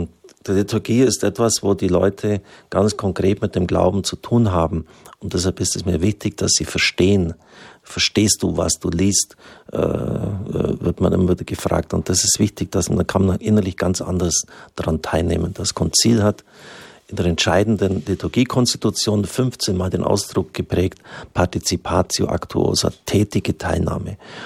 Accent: Wimmertshofen, Germany; zumal die Kirche relativ klein ist, wo ich herkomme, in Wimmertshofen.

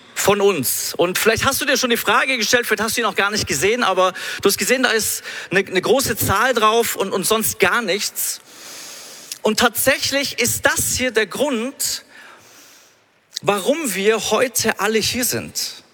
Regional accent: Munich, Bavaria, Germany; ich bin aus München

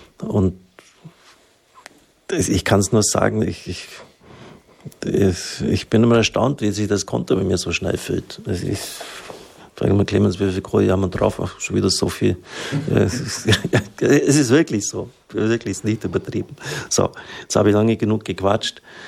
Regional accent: Baden-Württemberg, Germany; Ich bin ein Schwabe. Ich bin ein Schwabe.

